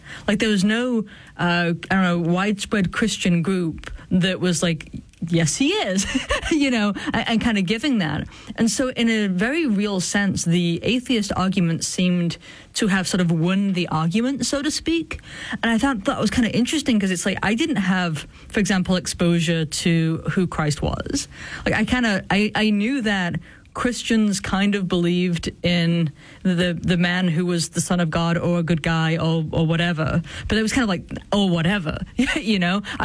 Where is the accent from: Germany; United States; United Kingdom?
United Kingdom; England; I think we're roughly the same age, but I was growing up in England